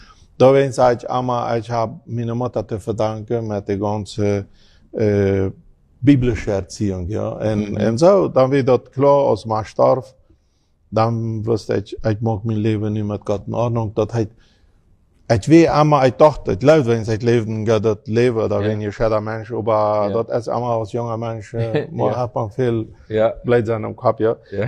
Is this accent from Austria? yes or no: no; Filadelfia, Boquerón, Paraguay; also born or lived in Pilcomayo; now in Asunción, Paraguay; da ist dann endlich meine Kindheit und Jugend dann in Philadelphia, Fernheim rundum passiert